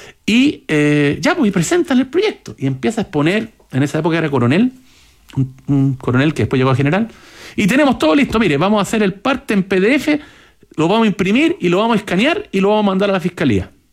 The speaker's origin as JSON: {"language": "Spanish", "country": "Chile", "said": "aquí somos estúpidos los chilenos"}